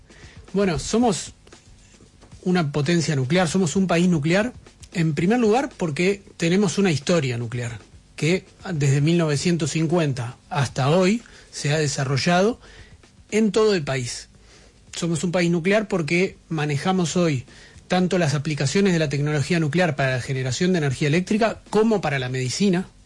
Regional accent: Argentina

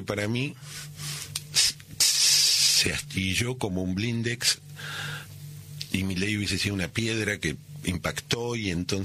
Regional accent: Argentina

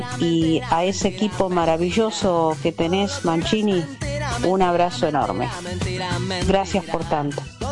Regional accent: Ascensión, Buenos Aires Province, Argentina; now in Palermo, Buenos Aires, Argentina; La semana pasada les hablé desde Palermo, donde vivo, pero hoy estoy en Ascensión, en mi pueblo.

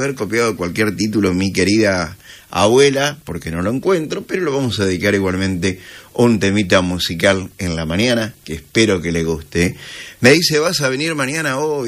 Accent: Urdampilleta, Buenos Aires Province, Argentina; moved away as an adult; now in Bolívar, Argentina; cuando yo daba mis primeros pasos acá en la ciudad de Bolívar, ustedes saben que soy de Urdón Villeta, el otro pueblito

